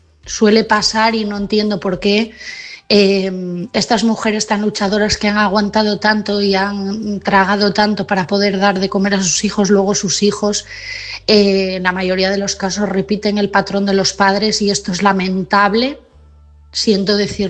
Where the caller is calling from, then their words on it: Asturias, Spain; de Asturias